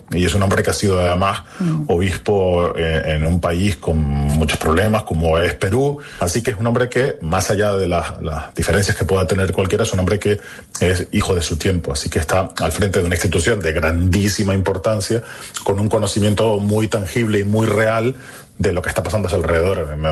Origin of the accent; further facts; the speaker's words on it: Santa Cruz de Tenerife, Canary Islands, Spain; now in Madrid, Spain; yo soy de Santa Cruz